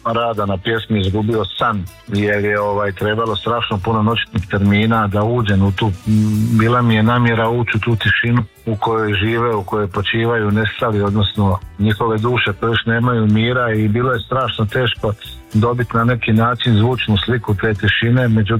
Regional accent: Croatia; Imali smo mi kao Hrvati

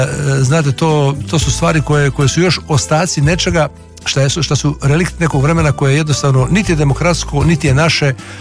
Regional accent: Split, Split-Dalmatia County, Croatia; dok sam odrastao u Splitu

